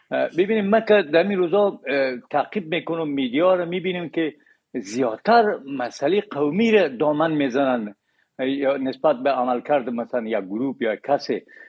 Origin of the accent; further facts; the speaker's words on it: Herat, Afghanistan; ما خود ما که از هرات هستم، یعنی مردم هرات تشیع و تسنن در پالوی هم بودن